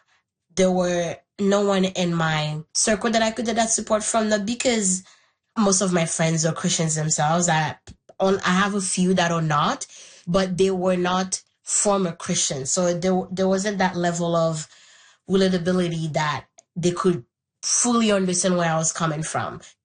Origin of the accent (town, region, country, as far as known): Haiti; born or raised there; first language Haitian Creole; English is a second language